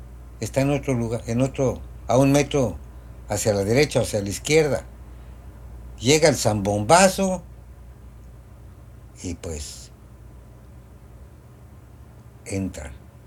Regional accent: Mexico; Porque el año pasado la tenía programada, pero no, como buen mexicano.

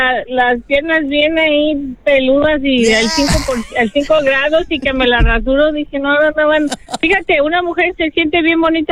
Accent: Jalisco, Mexico

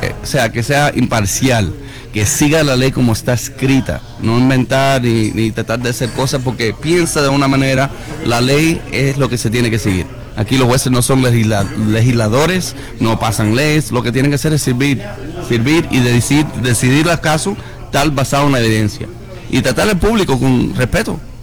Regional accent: Miami-Dade, Florida, United States; yo nacido y criado aquí en Miami-Dade, siempre.

